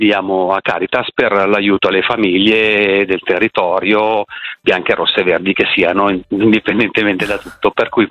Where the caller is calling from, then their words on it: Caronno Pertusella, Lombardy, Italy; chiamo da Carano Cartusella.